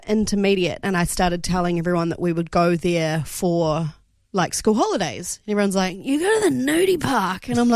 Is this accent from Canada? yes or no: no; Nelson, New Zealand; I grew up in Nelson